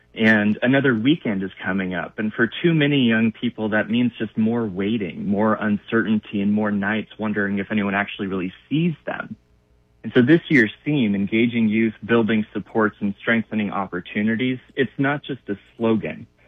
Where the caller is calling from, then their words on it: California, United States; I'm calling from Sacramento Valley.